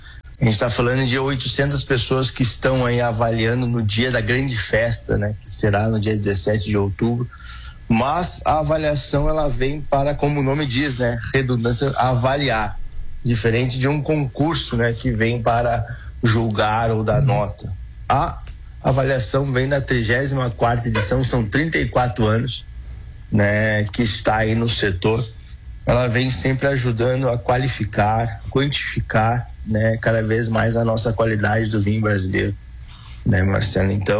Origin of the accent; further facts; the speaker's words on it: Rio Grande do Sul, Brazil; Não, a gente sabe que nós mesmos aqui como gaúcho, às vezes, nem nós mesmos sabemos, né? Quão grande é a nossa história, né?